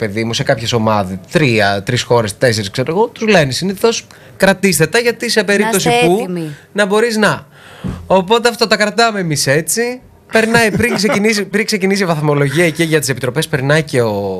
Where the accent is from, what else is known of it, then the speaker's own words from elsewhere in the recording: Serres, Central Macedonia, Greece; από το σπίτι μου, από το χωριό μου, ας πούμε στα Σέρας.